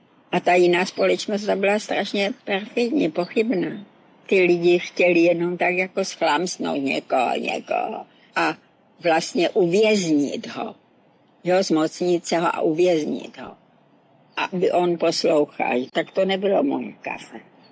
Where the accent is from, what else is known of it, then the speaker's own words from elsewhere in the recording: Moravia, Czechia; moved away as an adult; now in Prague, Czechia; byla jsem z Moravy, nebyla jsem odsud, jako tu Prahu jsem vůbec neznala.